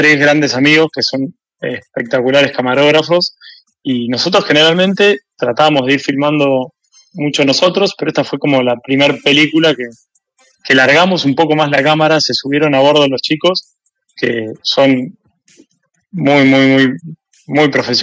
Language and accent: Spanish; Buenos Aires, Argentina; Somos de la zona de la costa. Buenos Aires.